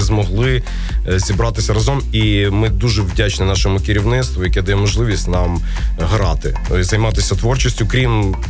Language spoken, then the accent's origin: Ukrainian; Chernivtsi Oblast, Ukraine; ми ще й буковинці.